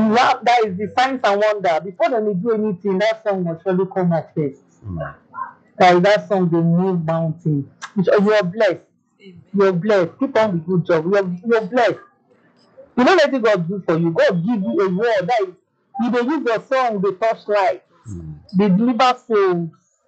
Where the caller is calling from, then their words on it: Bayelsa, Nigeria; Since I'm from Bayelsa.